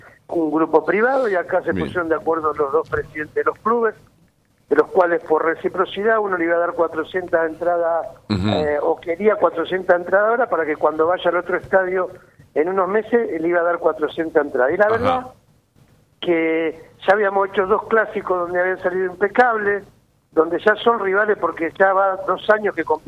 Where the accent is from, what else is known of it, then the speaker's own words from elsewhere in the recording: Rosario, Santa Fe, Argentina; a mí particularmente, que soy un rosarino de pura cepa